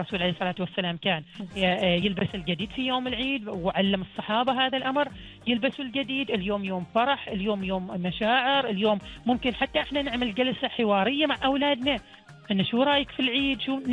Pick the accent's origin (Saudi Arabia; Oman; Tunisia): Oman; ولكن على الأغلب إحنا كمجتمع عماني العائلة، القبيلة، المجتمع حولنا، الحارة، المنطقة